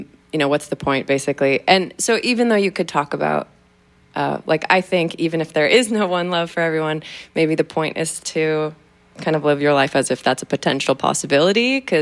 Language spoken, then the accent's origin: English; Tacoma, Washington, United States; moved away as an adult; also born or lived in New York; I grew up in Tacoma, Washington.